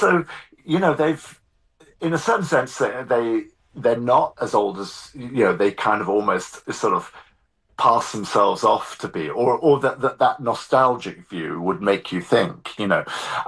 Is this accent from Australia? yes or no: no; southern England, United Kingdom; moved away; also born or lived in London; I'm from Southern England, you know, which is not an area with stone walls.